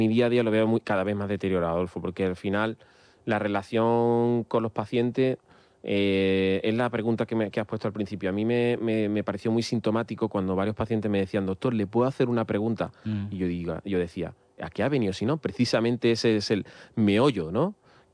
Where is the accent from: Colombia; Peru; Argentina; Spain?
Spain; Andalusia; now in Madrid, Spain